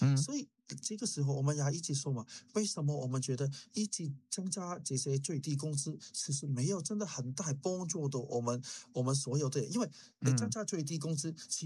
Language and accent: Chinese; New Zealand